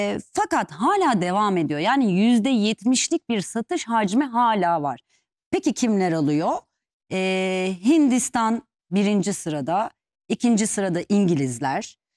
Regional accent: Istanbul, Turkey; also born or lived in Antalya; now in Dubai, United Arab Emirates; Ben aslen İstanbulluyum ama 25-30 yıl Antalya'da yaşadım.

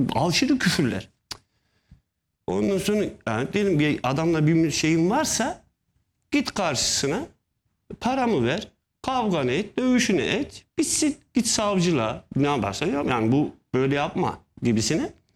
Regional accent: Ankara, Turkey; Ben doğma büyüme Ankaralıyım ben.

